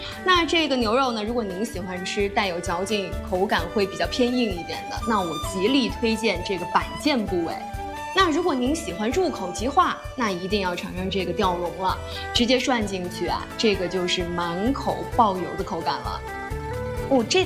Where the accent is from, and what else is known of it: Guiyang, Guizhou, China